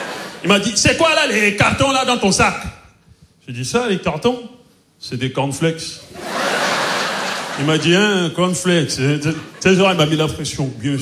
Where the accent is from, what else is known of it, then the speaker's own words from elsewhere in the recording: Cameroon; Malheureusement, j'ai pas pu aller dans mon pays d'origine, au Cameroun.